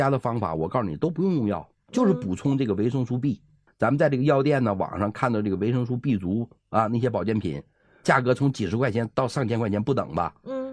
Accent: China; 就是我为啥说小米是最好的养我们中国人脾胃的佳品呢？

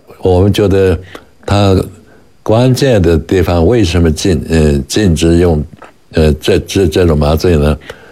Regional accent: Yunnan, China; 特别是我是云南人

